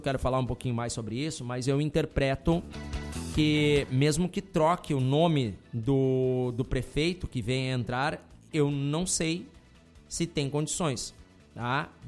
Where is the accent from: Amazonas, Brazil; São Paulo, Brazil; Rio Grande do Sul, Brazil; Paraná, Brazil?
Rio Grande do Sul, Brazil; moved away; eu vim do Rio Grande do Sul, comprei aqui um local e eu não consigo ligar mais a água